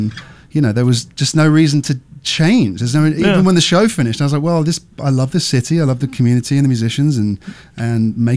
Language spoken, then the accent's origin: English; South West England, United Kingdom; moved away as an adult; now in Nashville, United States; I haven't played a show in my hometown kind of since I moved to Nashville.